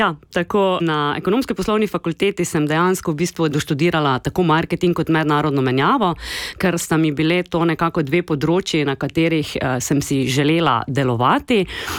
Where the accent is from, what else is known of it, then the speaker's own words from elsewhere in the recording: Ljutomer, Prlekija, Slovenia; accent: Prlekija; prihajam iz Prlekije, sem 100% prlečka